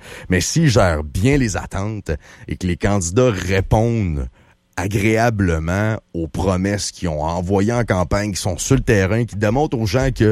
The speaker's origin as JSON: {"language": "French", "region": "Quebec", "country": "Canada", "said": "Je suis de la Chaudière."}